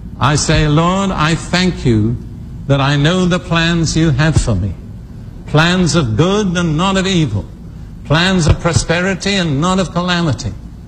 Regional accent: United Kingdom; moved away; Now, I am British by background, as most of you know.

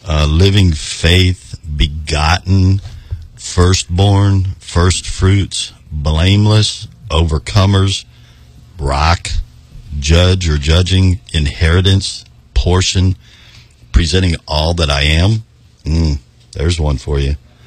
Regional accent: Miami, Florida, United States; now in Aiken, United States; I'm from Miami, Florida, and I'm living in Aiken, South Carolina

